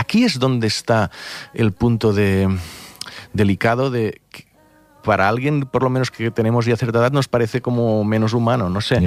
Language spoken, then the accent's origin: Spanish; Catalonia, Spain; mira que soy del Delta del Ebre, allí mosquitos, sí, cuando dejan de fumigar...